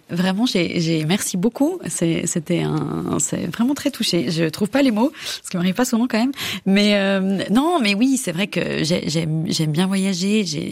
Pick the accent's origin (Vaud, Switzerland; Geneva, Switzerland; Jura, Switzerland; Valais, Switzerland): Vaud, Switzerland; Épalinges; also born or lived in Lausanne; J'ai grandi à Épalinges. Je suis née à Lausanne.